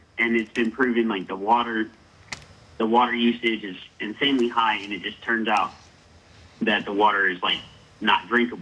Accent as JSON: {"language": "English", "region": "Kentucky", "country": "United States", "said": "So I'm 17, and I'm from Kentucky, and data centers are like what my future is going to look like."}